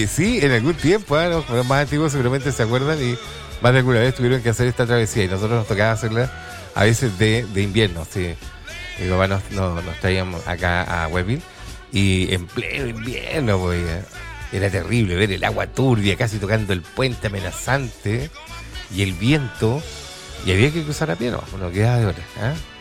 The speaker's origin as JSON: {"language": "Spanish", "area": "Rayenco", "region": "Biobío", "country": "Chile", "tie": "born there", "said": "cuando éramos pequeños, yo vivía en Rayenco, ¿eh?"}